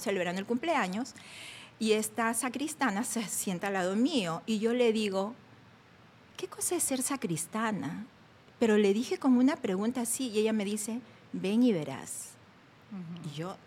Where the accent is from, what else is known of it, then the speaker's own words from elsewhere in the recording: Peru; el Papa, que yo soy peruana y él ha vivido ahí, me aceptaría trabajar con él.